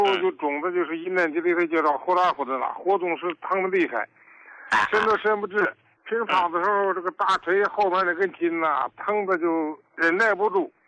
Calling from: Shenyang, Liaoning, China; 我是沈阳的，

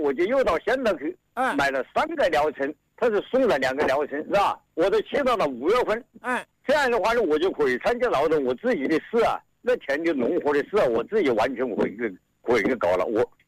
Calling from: Hubei, China; 我是汕头

